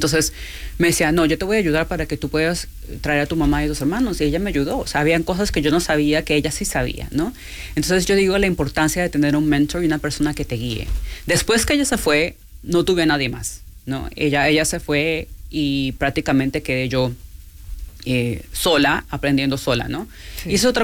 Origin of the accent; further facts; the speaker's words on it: New Jersey, United States; moved away as an adult; yo crecí en New Jersey.